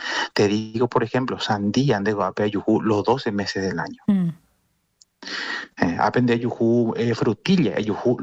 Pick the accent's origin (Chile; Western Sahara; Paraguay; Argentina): Paraguay; como paraguayo, como sociedad paraguaya